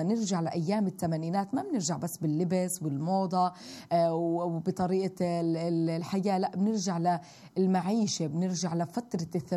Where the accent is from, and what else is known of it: Palestine